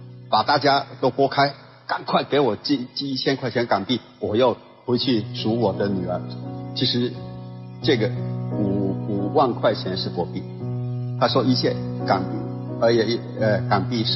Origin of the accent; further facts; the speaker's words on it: Guangdong, China; 这一封信就在我老家的，我曾经在那里读过小学的一个关山乡